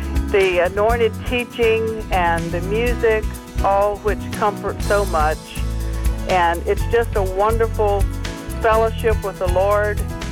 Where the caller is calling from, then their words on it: Hampton, Virginia, United States; from Hampton, Virginia